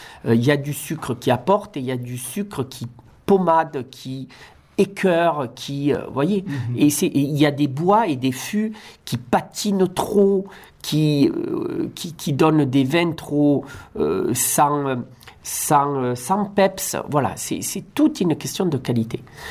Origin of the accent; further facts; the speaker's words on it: Provence-Alpes-Côte d'Azur, France; Alors, moi je suis originaire de Camargue